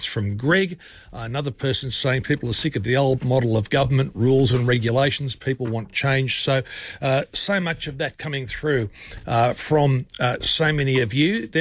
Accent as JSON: {"language": "English", "region": "London", "country": "United Kingdom", "tie": "born or raised there", "accent": "Cockney", "moved": "yes", "lives_now": "Australia", "said": "Mark, I was brought up in East London. In an East London family, migrated in the 60s. My accent till the early 80s was Cockney English."}